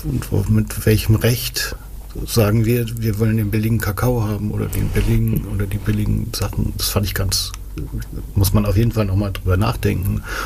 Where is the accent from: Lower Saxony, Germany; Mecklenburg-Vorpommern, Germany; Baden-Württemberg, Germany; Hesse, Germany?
Lower Saxony, Germany; Oldenburg; auf die ich auch als Oldenburger ja sehr, sehr froh bin